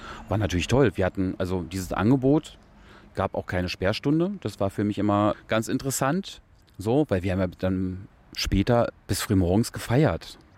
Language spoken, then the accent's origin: German; Berlin, Germany; Wir sind alle Berliner, da wird kein Unterschied gemacht.